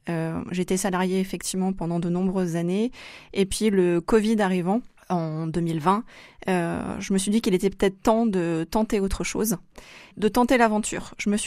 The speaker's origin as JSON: {"language": "French", "town": "Saint-Étienne", "region": "Auvergne-Rhône-Alpes", "country": "France", "tie": "born or raised there", "said": "Oui, alors moi je suis stéphanoise, je suis née, j'ai grandi à Saint-Étienne, j'en suis partie pour faire mes études et puis comme toujours je pense que le cœur et l'attachement au territoire ont été plus forts et je suis revenue, je suis maintenant de retour à Saint-Étienne depuis plusieurs années"}